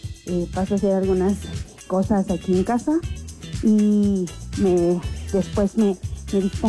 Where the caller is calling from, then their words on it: Santiago Tianguistenco, State of Mexico, Mexico; Yo vivo en Santiago de Tengo